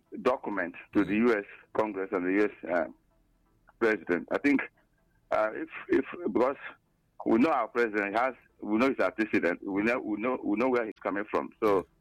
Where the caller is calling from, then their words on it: Enugu, Enugu State, Nigeria; I'm calling from Enugu.